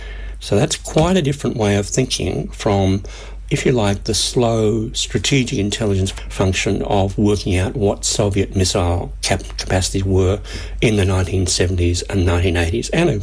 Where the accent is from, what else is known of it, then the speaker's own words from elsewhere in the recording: Melbourne, Victoria, Australia; from Melbourne, from NAM land, and I work now as an independent researcher on intelligence and defence issues in Australia.